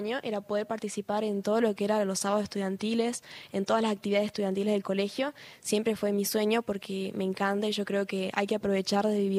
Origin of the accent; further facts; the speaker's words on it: Jujuy, Argentina; La idea es quedarme acá en Jujuy, amo a Jujuy, es mi tierra y yo no me podría ir de acá